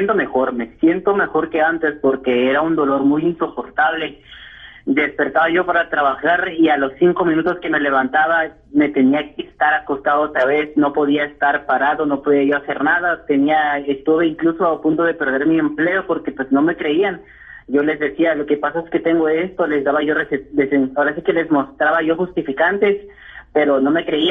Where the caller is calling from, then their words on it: Fort Worth, Texas, United States; yo soy de Fort Worth.